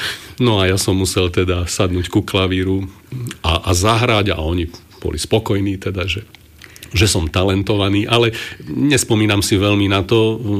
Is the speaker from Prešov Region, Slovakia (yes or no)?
no; Banská Bystrica, Banská Bystrica Region, Slovakia; born there; Ja som sa narodil vlastne v Banskej Bystrici